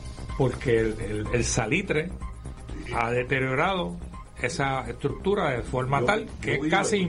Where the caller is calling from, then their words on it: San Juan, Puerto Rico; yo soy ciudadano de San Juan